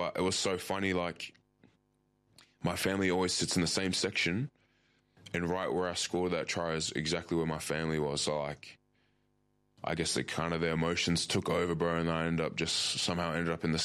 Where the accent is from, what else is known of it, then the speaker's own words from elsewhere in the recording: Australia; Like being an Aussie boy